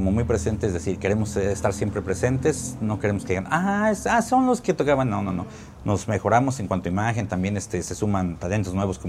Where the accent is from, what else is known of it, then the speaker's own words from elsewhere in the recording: Mexico; somos mexicanos orgullosos y miren, aquí estamos.